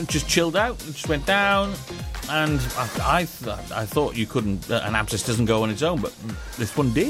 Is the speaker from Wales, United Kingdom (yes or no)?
yes; Wales, United Kingdom; as I'm Welsh